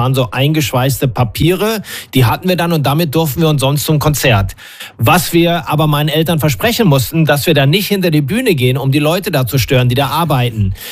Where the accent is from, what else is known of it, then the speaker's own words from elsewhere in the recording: Dortmund, North Rhine-Westphalia, Germany; wir sind beide ja in Dortmund groß geworden.